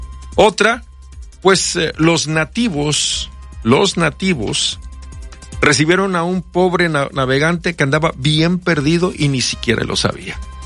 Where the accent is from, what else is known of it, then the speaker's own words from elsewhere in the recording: Mexico; nosotros mismos, como mexicanos